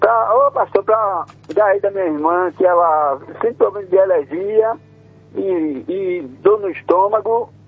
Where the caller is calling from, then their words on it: Santo Estêvão, Bahia, Brazil; Santo Estevão, Bahia.